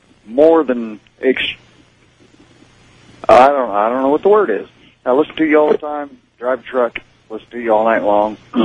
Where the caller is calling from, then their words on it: Columbus, Ohio, United States; in Columbus, Ohio, listen to you on 610 WTVN.